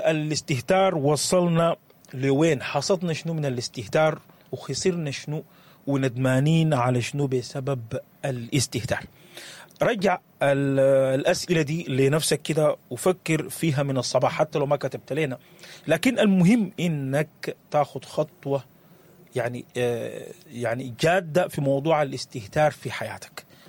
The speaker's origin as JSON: {"language": "Arabic", "country": "Sudan", "said": "لو إحنا رجعنا لها كسودانيين"}